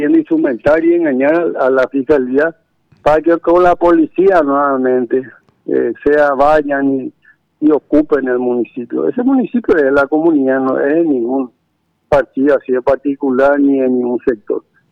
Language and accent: Spanish; Asunción, Paraguay; born there; yo nací en Asunción, puedo haber nacido en Caguazú, en Ciudad del Este, en donde sea, pero soy paraguayo